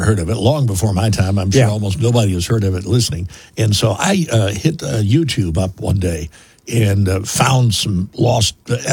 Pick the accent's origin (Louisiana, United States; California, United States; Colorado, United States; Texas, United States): Texas, United States; Lufkin; born there; I was actually born in Lufkin.